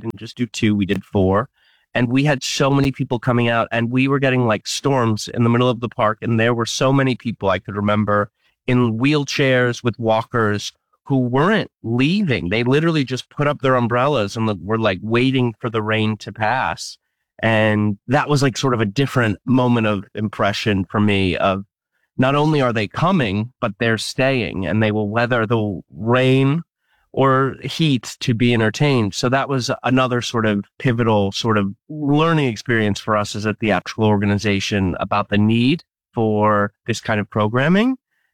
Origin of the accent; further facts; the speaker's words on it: Scranton, Pennsylvania, United States; now in Brooklyn, United States; I'm still in Brooklyn, New York. I split my time between Brooklyn, New York, and my hometown of Scranton, Pennsylvania.